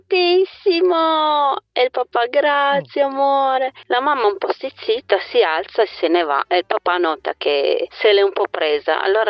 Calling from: Cuneo, Piedmont, Italy

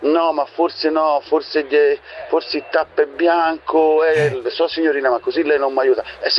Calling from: Prato, Tuscany, Italy

